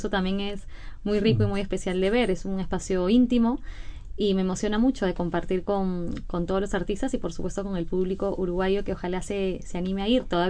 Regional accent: Peru; moved away; porque yo soy de Perú

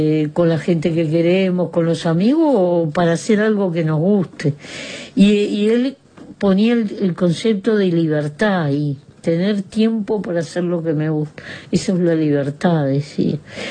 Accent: Uruguay; en una comunidad pequeña como la uruguaya, en que nos conocemos todos

